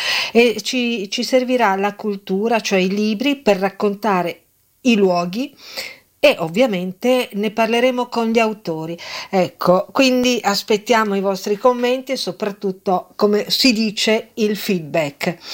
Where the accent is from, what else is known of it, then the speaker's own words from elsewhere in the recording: Turin, Piedmont, Italy; perché sono di Torino, perché amo la mia città